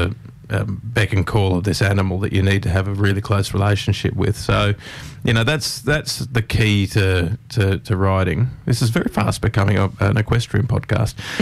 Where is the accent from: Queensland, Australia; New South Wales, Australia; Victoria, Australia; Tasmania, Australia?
New South Wales, Australia; Sydney; we sort of travelled in between the country and the city, and I grew up in Balmain, but you know, we always got sent to the country